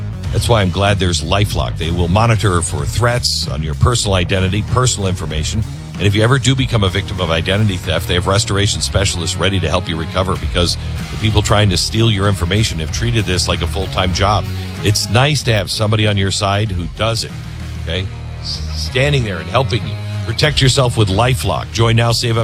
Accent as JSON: {"language": "English", "town": "Mount Vernon", "region": "Washington", "country": "United States", "tie": "born or raised there", "said": "I grew up in Mount Vernon, Washington. It's about, I don't know, 70 miles north of Seattle."}